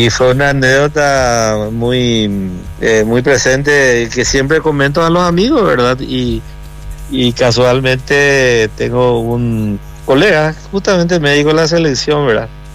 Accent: Asunción, Paraguay; moved away as an adult; also born or lived in Campo Grande, Asunción / Luque; now in Pedro Juan Caballero, Paraguay; en Chacarita toda mi infancia hasta los 12 años. Después me mudé en la zona, como se dice, Campo Grande

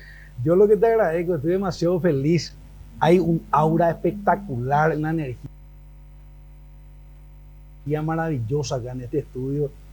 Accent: Paraguay; con mis defectos y mis virtudes. Yo soy paraguayo, con los aciertos y desaciertos.

